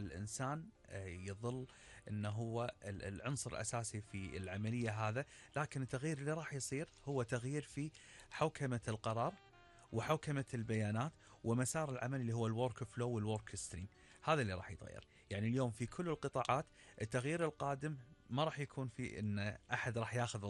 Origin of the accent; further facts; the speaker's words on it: Kuwait; أنا سعودي لكن مولود في الكويت، وأكملت دراستي وتعلمت فيها، والكويت كان لها أثر كبير في تكويني